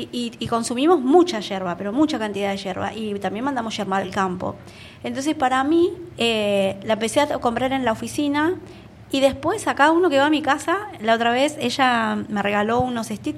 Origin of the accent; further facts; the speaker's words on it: Cinco Saltos, Río Negro, Argentina; yo soy de Cinco Saltos, criada en Cinco Saltos.